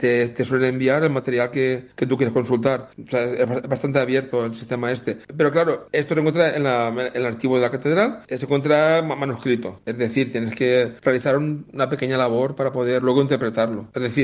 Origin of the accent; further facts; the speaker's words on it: Valencian Community, Spain; now in Las Palmas, Spain; en mi tierra, en Valencia